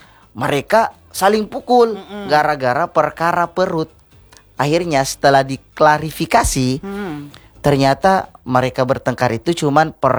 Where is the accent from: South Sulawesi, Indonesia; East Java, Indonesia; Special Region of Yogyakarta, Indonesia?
South Sulawesi, Indonesia; Saat saya masih sekolah, saya kan orang Bugis. Dan ini teman saya juga sama-sama Bugis, tapi dari tempat yang berbeda.